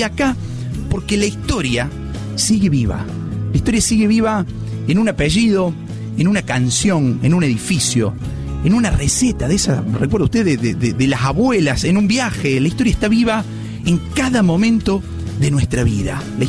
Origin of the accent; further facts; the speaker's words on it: Laguna Larga, Córdoba, Argentina; Yo, por ejemplo, vengo de Laguna Larga, un pueblito del interior de la provincia de Córdoba.